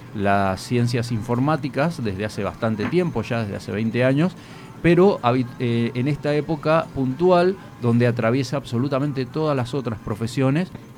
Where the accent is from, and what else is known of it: Entre Ríos, Argentina